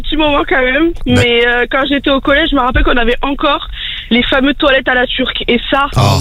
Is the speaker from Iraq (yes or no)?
no; Occitanie, France; born there; moved away; quand j'étais petite, on habitait dans le Gard.